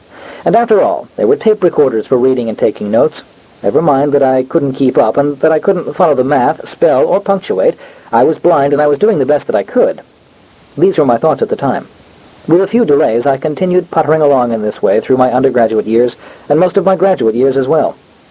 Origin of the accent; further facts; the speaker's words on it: Cheltenham, Pennsylvania, United States; I grew up in Cheltenham, Pennsylvania, a suburb of Philadelphia.